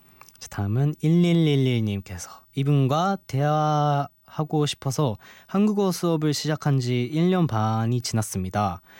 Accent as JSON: {"language": "Korean", "country": "Japan", "second_language": "Korean", "said": "저 일본에서 왔어요"}